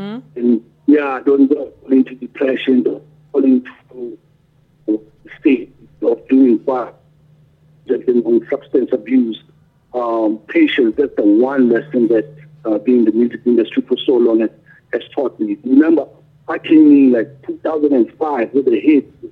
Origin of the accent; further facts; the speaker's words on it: South Africa; Growing up in South Africa, man, will humble you.